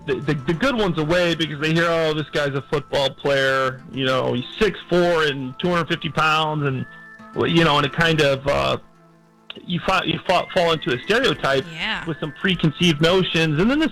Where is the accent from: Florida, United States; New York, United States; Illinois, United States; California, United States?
Illinois, United States; Chicago; Yeah, I'm from Chicago, so I'm not going anywhere. I'm staying in town